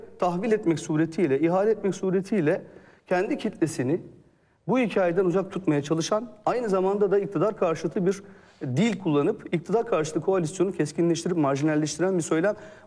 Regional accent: Malatya, Turkey; Gerçekten ben çünkü kendi memleketimdeki hikayelerden de görüyorum bunu. Yani işin para akışıyla alakalı olan hususların temelinde var olan isim benim Malatya Milletvekili rakibim CHP'de Veli Ağbaba.

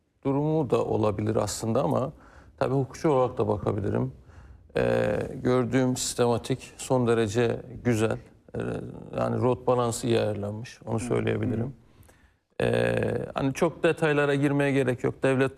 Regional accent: Iğdır, Turkey; İki, ben Iğdırlıyım. Biz Oğuz Türk'üyüz. Yani Oğuz Kağan'ın torunudur Iğdır Bey. Biz binlerce yıldır aynı coğrafyada yaşayan insanlarız. Ben o coğrafyada yaşadım.

